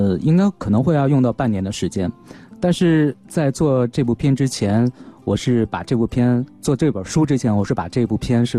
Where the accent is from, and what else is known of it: China